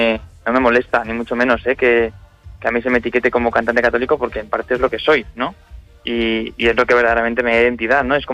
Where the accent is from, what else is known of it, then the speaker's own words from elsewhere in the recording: Salamanca, Castile and León, Spain; Desde luego que es un auténtico regalo poder hacer mi primer concierto en mi ciudad natal, en Salamanca